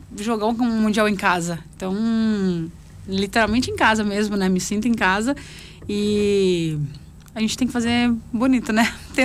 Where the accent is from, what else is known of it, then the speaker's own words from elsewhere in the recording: Campinas, São Paulo, Brazil; now in Pato Branco, Brazil; Eu sou natural de Campinas, mas hoje eu tô morando em Pato Branco.